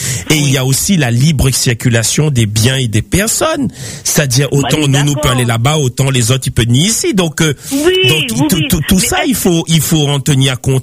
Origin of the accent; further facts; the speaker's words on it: France; On est français.